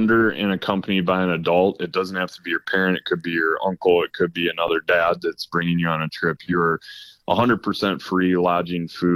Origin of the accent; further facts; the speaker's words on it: Aberdeen, South Dakota, United States; I grew up in Aberdeen, South Dakota.